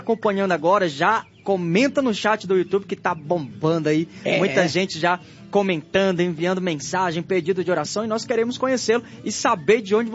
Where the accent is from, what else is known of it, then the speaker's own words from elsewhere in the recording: Ceará, Brazil; eu que sou cearense ainda